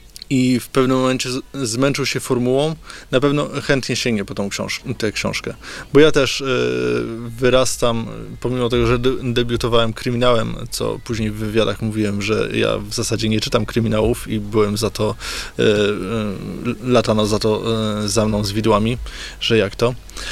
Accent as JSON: {"language": "Polish", "region": "Kashubia", "country": "Poland", "said": "no bo ja jestem Kaszubą"}